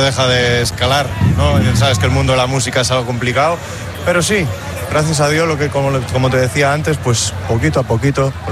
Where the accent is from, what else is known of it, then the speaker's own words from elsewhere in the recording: Tui, Galicia, Spain; y al final es mi casa, yo soy de aquí, soy gallego.